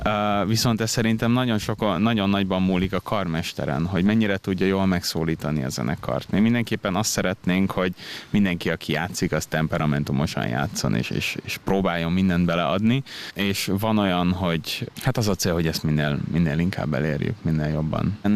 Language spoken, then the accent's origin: Hungarian; Sopron, Győr-Moson-Sopron, Hungary; moved away as an adult; also born or lived in Páty, Hungary / Milan, Italy; now in Vienna, Austria; ahol félig Pátyon, félig pedig Bécsben éltünk, majd a családom végül Sopronban telepedett le. Ott is nőttem fel.